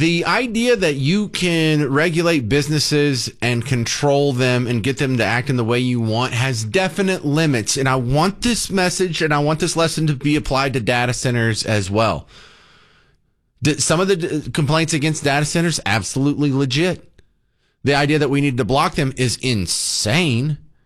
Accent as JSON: {"language": "English", "region": "Texas", "country": "United States", "tie": "born or raised there", "said": "Now, I was born and raised in Texas. Was here for the first 29 years of my life, but success in radio made me had to go to other markets."}